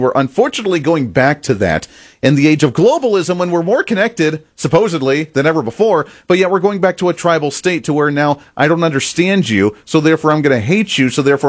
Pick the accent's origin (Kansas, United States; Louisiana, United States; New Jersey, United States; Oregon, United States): Kansas, United States